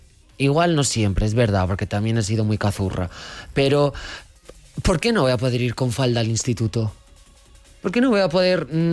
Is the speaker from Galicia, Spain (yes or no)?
no; León, Castile and León, Spain; born there; also born or lived in Mallorca; Nací en León capital. Me cumplí el año en Mallorca y durante la mayor parte de mi vida he estado visitando cada Navidad y cada verano León